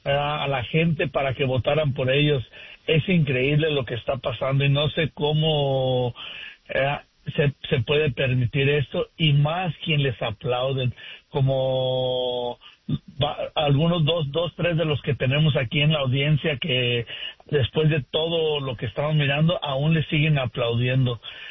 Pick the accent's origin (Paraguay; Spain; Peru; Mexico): Mexico; No sé si muchos de nosotros que somos mexicanos recordamos lo que hacía el PRI